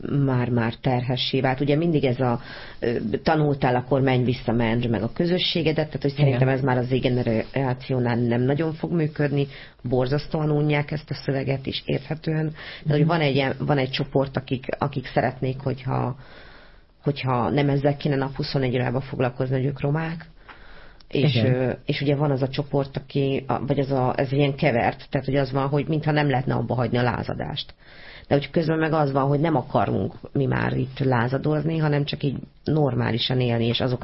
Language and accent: Hungarian; Hungary; Amitől mi magyarok vagyunk, ugye?